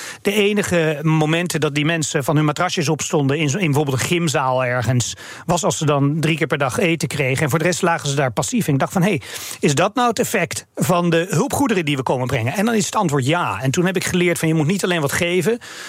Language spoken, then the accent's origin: Dutch; Noordwijk, South Holland, Netherlands; Ik ben een dorpeling uit Noordwijk, dus ik heb een andere realiteit.